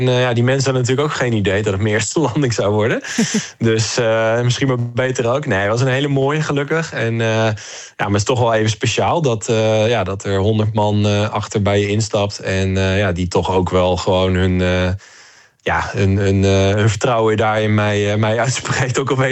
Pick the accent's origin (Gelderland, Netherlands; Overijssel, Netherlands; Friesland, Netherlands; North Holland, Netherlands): Overijssel, Netherlands; Deventer; En ik kom uit Deventer.